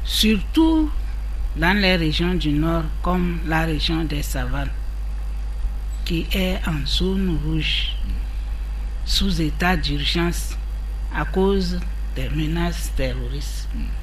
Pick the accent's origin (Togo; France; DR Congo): Togo; dans notre pays.